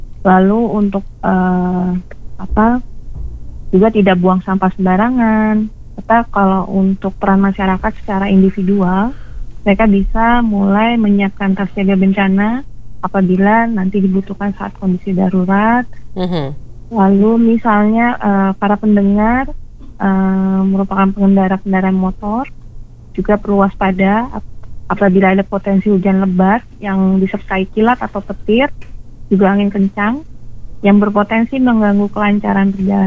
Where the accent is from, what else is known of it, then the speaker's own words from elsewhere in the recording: Jakarta, Indonesia; bagaimana bisa kami warga Jakarta itu bukan hanya apa memandang air sebagai fasilitas di dalam kota, tapi mereka juga bisa hidup bersama air.